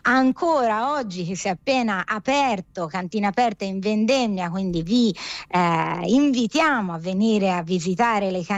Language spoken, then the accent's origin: Italian; Tuscany, Italy; accent: Tuscan; Che io sono toscana, lo sentite